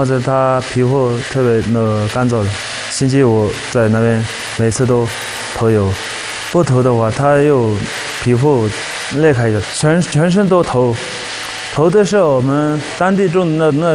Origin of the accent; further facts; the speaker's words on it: Banbar County, Tibet, China; moved away; 我老家呀特别美丽的地方，成都石碑坝县，也是属于成都的那个地方。最美的也是那个，是边坝县的那个地方